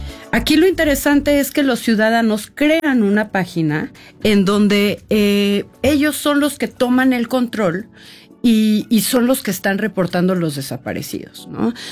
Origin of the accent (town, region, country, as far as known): Mexico